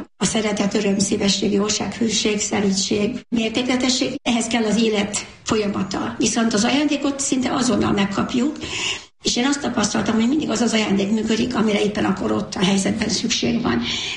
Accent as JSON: {"language": "Hungarian", "country": "Hungary", "tie": "born there", "said": "nagyon hálás vagyok, hogy én ebbe az egyházba beleszülettem itt Magyarországon, mint a szüleim és a nagyszüleim révén ide születtem bele"}